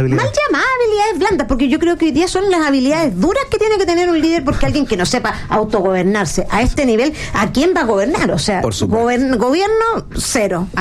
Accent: Chile; uno se siente mal a veces de decir soy chileno

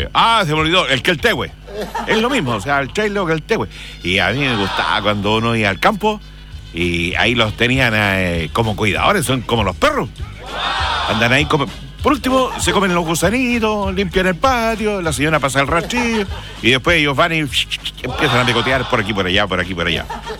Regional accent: Quirihue, Ñuble, Chile; Si yo lo viví, obviamente, en el campo mío allá en Quirihue. ¿Sí? Si yo soy de Quirihue.

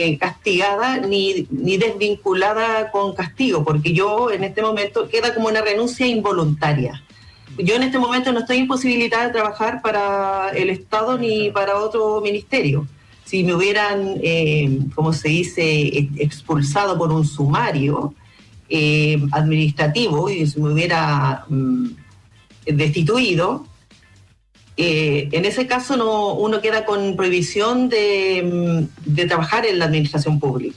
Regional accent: Easter Island, Valparaíso, Chile; se estaba trabajando y eso lo sé yo, porque soy de Rapa Nui

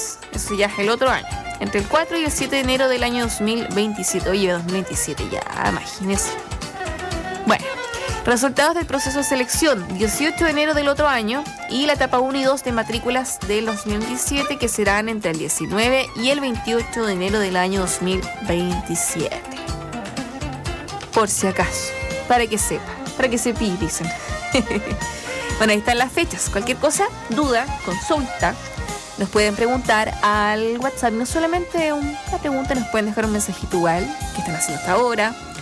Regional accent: Chile; Como buen chileno, todo a última hora.

